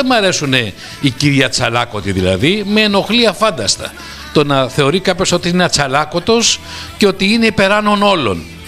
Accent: Greece; εμείς είμαστε Έλληνες.

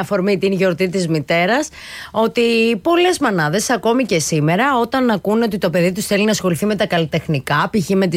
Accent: Thessaloniki, Central Macedonia, Greece; Και από τους Λειψούς θα πάμε τώρα στην πατρίδα μου, στην Θεσσαλονίκη μας, την όμορφη.

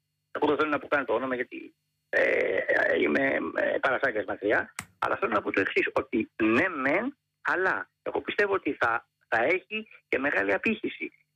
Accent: Greece; Είμαστε Ελληναράδες. Ελληναράδες.

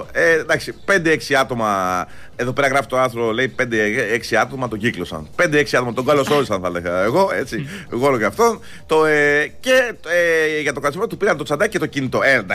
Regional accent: Aigio, Western Greece, Greece; εγώ βγαίνω από το χωριό μου το Αίγιο, από το χωράφι ουσιαστικά. Έχουμε ίντερνετ εδώ πέρα όμως, παρόλα αυτά.

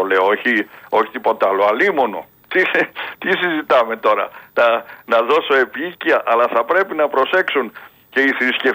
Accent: Veltsista, Greece; born there; Στο χωριό μου τον παλιό καιρό είχε βγει και ένα θρύλος. Στη Βελτσίστα οι γυναίκες τρώνε ξύλο.

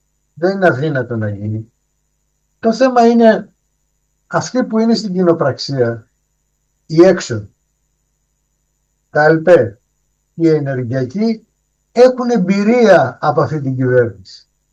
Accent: Greece; εμάς σαν Έλληνες φορολογούμενοι

